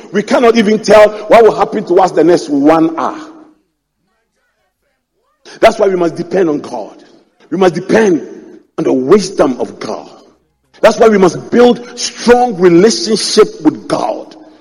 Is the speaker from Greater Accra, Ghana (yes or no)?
yes; Accra, Greater Accra, Ghana; I grew up in Adabraka, opposite the mosque.